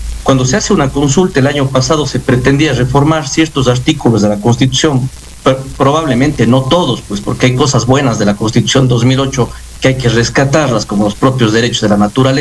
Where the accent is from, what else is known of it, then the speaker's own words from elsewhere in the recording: Ecuador; nosotros como ecuatorianos